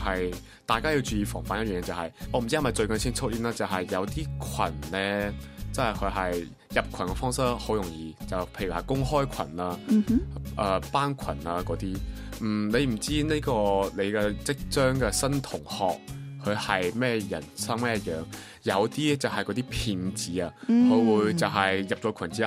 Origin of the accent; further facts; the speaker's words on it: Macau; Hello， 大家好，